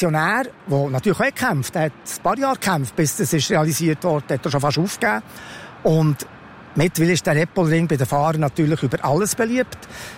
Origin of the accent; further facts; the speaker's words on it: Switzerland; Aber das Problem ist, wir haben die Autoindustrie bei uns in der Schweiz nicht.